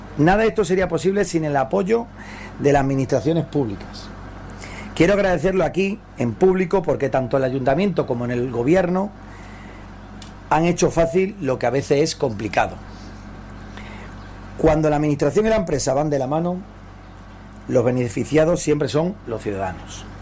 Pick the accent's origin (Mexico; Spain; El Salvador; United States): Spain; Extremadura; para emprender su retiro definitivo en el monasterio de Yuste, en mi tierra extremeña.